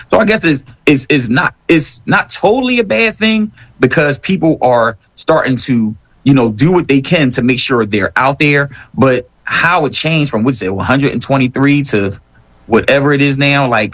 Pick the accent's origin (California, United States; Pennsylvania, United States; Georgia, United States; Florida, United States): Pennsylvania, United States; Philadelphia; I can go to Delaware … from West Philly, and promote Philly all day.